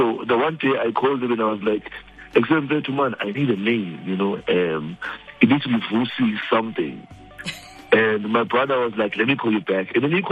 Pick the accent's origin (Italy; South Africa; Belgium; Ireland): South Africa; Port Elizabeth, Eastern Cape; So I'm from the Eastern Cape, Epai, in a small little township called New Brighton